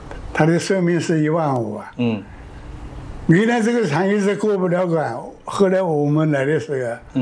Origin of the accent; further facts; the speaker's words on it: Jiangsu, China; born there; moved away as an adult; also born or lived in Bei'an, Heilongjiang; now in Fujian, China; 我老家是江苏的，我是五七年